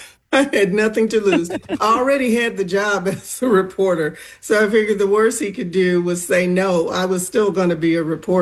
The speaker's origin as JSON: {"language": "English", "region": "Florida", "country": "United States", "tie": "born or raised there", "said": "my own growing up in Northwest Florida"}